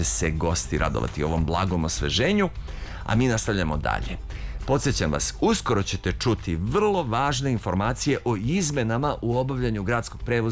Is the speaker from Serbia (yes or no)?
yes; Serbia; čas posla pa dođe kiša ili grane sunce. Tako je bar kod nas u Srbiji.